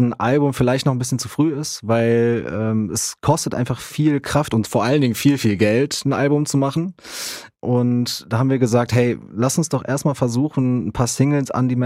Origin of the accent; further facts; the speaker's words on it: Essen, North Rhine-Westphalia, Germany; Ich komme aus Essen eigentlich.